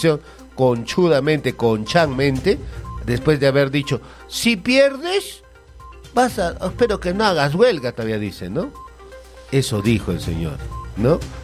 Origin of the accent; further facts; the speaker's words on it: Peru; moved away; Que me han hecho vivir y recordar a mi lindo Perú.